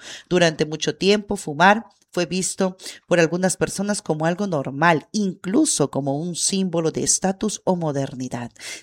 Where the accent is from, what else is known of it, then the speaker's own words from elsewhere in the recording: Peru; nuestra identidad como peruanos.